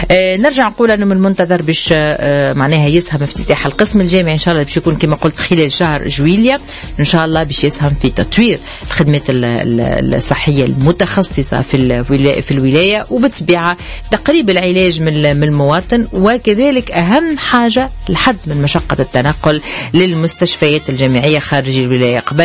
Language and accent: Arabic; Tunisia; راهي بلادنا تونس متاعنا, نحن دارنا ديما نرجعوا دارنا الكبيره.